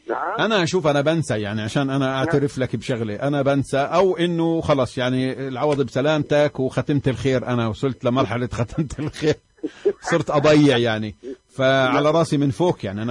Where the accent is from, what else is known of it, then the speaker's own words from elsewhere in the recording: Hebron, Hebron Governorate, Palestine; عندنا في الخليل